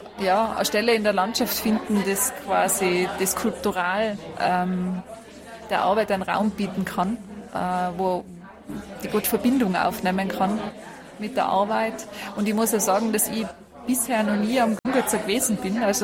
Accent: Tyrol, Austria; Also ich bin zum Beispiel in Tirol aufgewachsen und war noch nie auf einem Gletscher.

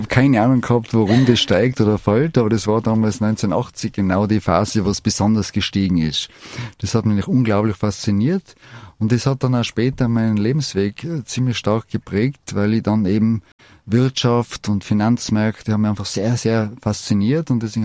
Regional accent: Innsbruck, Tyrol, Austria; born there; Ich bin in Innsbruck geboren

